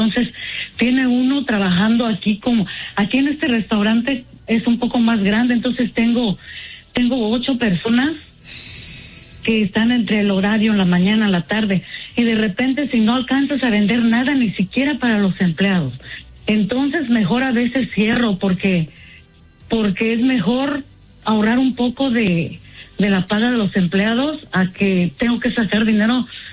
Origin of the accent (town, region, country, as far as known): Oaxaca, Mexico